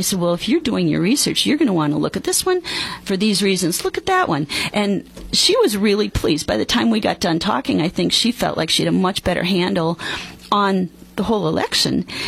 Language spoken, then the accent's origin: English; Peru, Illinois, United States; now in LaSalle, United States; I grew up in Peru, currently live in LaSalle.